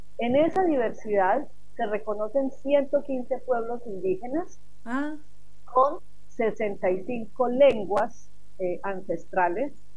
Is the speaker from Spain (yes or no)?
no; Colombia; now in Argentina; vivir desde la distancia las múltiples tragedias y los diversos dolores por los que está pasando mi país, Colombia.